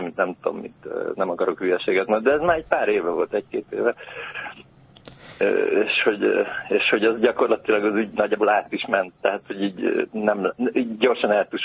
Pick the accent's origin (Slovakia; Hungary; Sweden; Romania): Hungary; Budapest; az ötödik kerületben születtem, itt nőttem föl